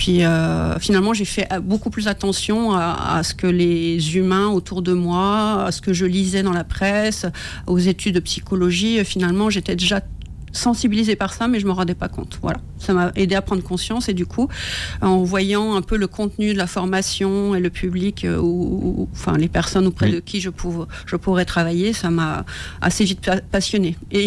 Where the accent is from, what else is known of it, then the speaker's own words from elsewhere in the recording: Grand Est, France; moved away as an adult; also born or lived in Paris; Moi, je suis de Lorraine, donc du coup, j'ai travaillé en Lorraine, Nancy et puis la Meuse